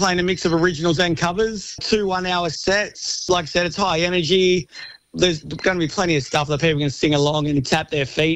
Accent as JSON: {"language": "English", "town": "Broken Hill", "region": "New South Wales", "country": "Australia", "tie": "born there", "also_born_or_lived": "Sydney", "moved": "as an adult", "lives_now": "Adelaide, Australia", "said": "the rest of the family, we all grew up in Broken Hill, so I moved to Adelaide."}